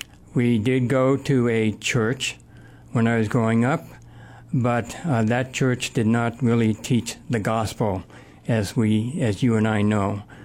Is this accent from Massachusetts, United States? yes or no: yes; Wellesley Hills, Massachusetts, United States; also born or lived in Boston; I grew up in Wellesley Hills, Massachusetts. I was born in Boston, 1945, right after World War II.